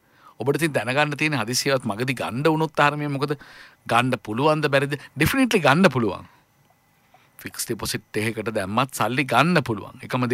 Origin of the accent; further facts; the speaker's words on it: Moratuwa, Western Province, Sri Lanka; අපි මොරටුවේ මිනිස්සු.